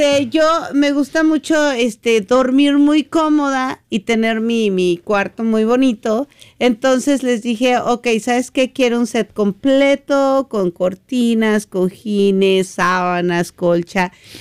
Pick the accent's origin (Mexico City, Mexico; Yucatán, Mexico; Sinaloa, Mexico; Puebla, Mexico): Mexico City, Mexico; aquí corriendo y llegando tarde, como típica chilanga